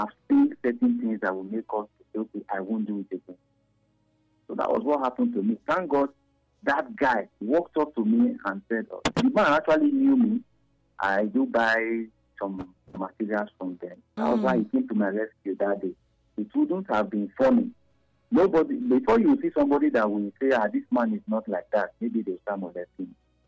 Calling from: Nigeria; from Ijaw.

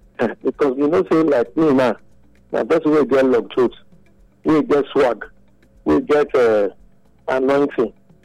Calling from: Nigeria; I'm calling from Mogigi.

